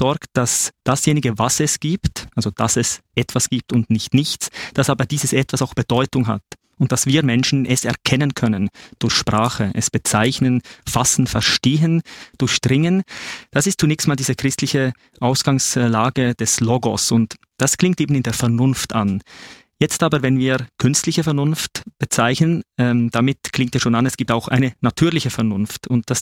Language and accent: German; Bern, Switzerland; Ich bin auch Finne, konkret also halb Schweizer, halb Finne, in Bern aufgewachsen.